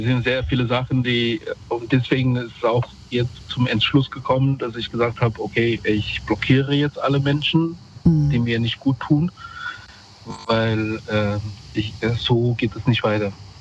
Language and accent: German; Romania; Also ich komme aus Rumänien ursprünglich.